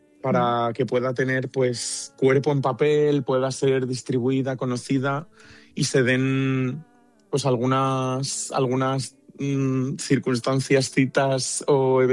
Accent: Gijón, Asturias, Spain; en el propio Gijón nuestro y de donde yo soy de toda la vida.

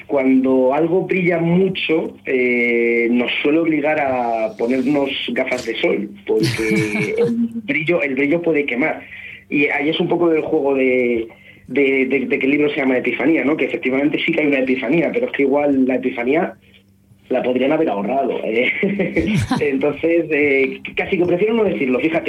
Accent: Fuensalida, Castilla-La Mancha, Spain; Sí, yo soy de un pueblo de Toledo que se llama Fuensalida, que está a 50 kilómetros al sur de Madrid y 20 del norte de Toledo.

